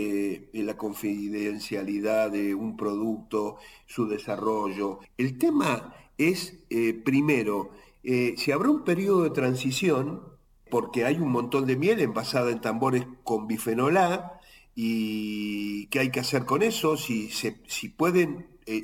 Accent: Argentina

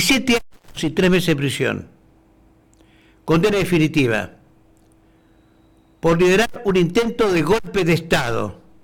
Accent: Argentina; Acá nosotros como argentinos no.

